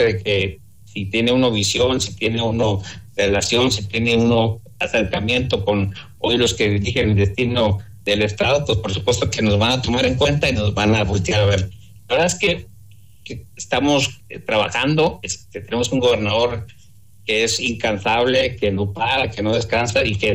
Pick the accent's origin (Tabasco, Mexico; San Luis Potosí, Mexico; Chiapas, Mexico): San Luis Potosí, Mexico; Ciudad Valles; como buenos mexicanos y a lo mejor como buenos vallenses